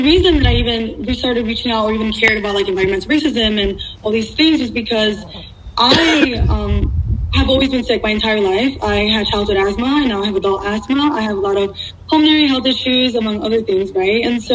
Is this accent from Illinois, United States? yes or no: yes; Chicago, Illinois, United States; I grew up in Pilsen, still live there. My parents met in Pilsen. My grandmother lived in Pilsen. My aunts lived in Pilsen.